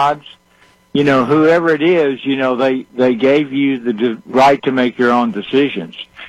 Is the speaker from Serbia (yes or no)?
no; Texas, United States; now in West Houston, United States; when I was a boy, I don't remember being concerned about the heat. Our house was in the country, not far from Gonzales, Texas.